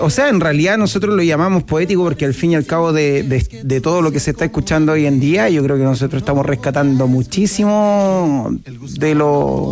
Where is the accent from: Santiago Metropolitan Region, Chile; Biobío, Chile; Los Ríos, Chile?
Santiago Metropolitan Region, Chile; Santiago; De acá de Santiago también, de la parte de la Florida.